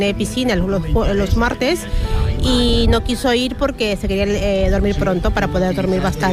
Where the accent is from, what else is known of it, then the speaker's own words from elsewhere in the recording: Peru; El bolero ha nacido aquí, pero no, yo soy de Perú, y le dimos la bandera peruana